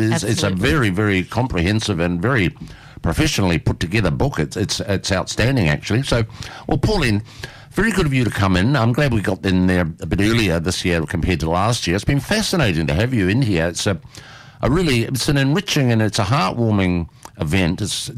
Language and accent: English; New Zealand; now in Australia; But in Australia, I understand, I come from New Zealand